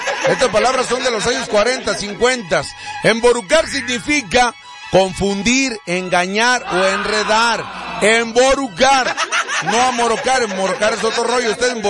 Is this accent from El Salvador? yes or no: no; Mexico